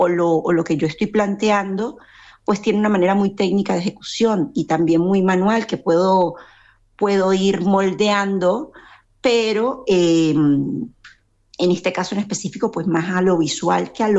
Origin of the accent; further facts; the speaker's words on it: Venezuela; now in Spain; Yo soy venezolana, las circunstancias nos obligaron, bueno, como muchas de nosotros, a conseguir realmente nuestras raíces, y nosotros pues decidimos mudarnos a España